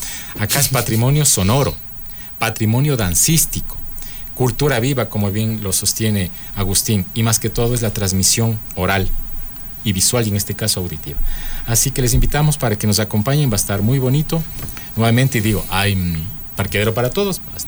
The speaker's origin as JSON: {"language": "Spanish", "town": "Otavalo", "region": "Imbabura", "country": "Ecuador", "said": "también soy de Otavalo."}